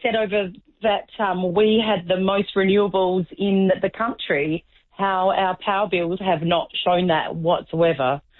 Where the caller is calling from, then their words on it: Coffin Bay, South Australia, Australia; So we're just out of Coffin Bay, South Australia.